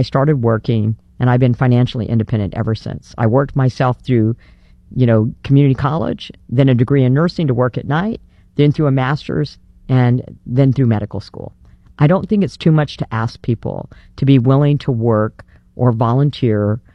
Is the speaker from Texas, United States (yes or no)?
yes; San Antonio, Texas, United States; My dad was enlisted Air Force, mostly stationed in Lackland Air Force Base in San Antonio, Texas. So I grew up in Texas.